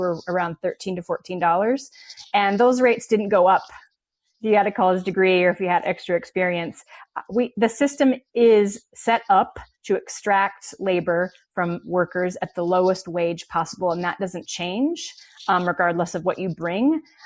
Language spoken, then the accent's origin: English; Utah, United States; moved away; also born or lived in New York City; I was living in New York City at the time. I moved back to my home state of Utah